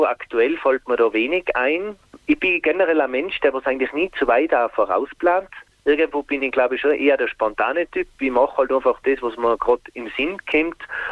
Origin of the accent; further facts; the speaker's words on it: Tyrol, Austria; Also wir sind auf die Berge herum aufgewachsen, 1840 Meter.